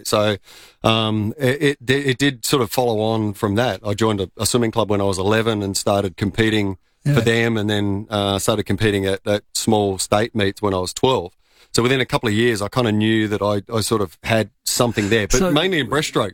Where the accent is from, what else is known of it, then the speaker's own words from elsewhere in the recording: Modbury, South Australia, Australia; Modbury I grew up in.